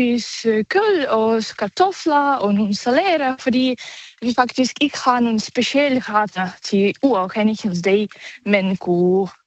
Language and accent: Danish; Ukraine; Danish is a second language; now in Denmark; Altså, for mig som ukrainer er denne dag meget vigtig, selvfølgelig. Den minder mig og min hjemland, min kultur og min familie. Og jeg er stolt at være ukrainer